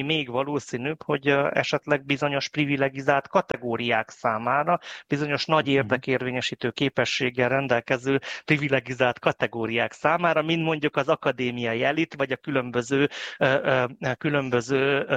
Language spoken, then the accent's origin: Hungarian; Cluj-Napoca, Cluj County, Romania